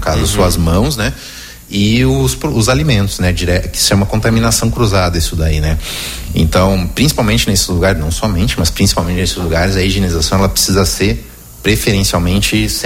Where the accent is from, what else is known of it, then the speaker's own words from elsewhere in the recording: Brazil; E eu também sou brasileiro